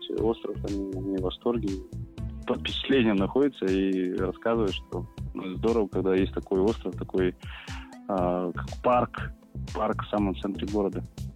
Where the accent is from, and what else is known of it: Krasnoyarsk Krai, Russia; also born or lived in Moscow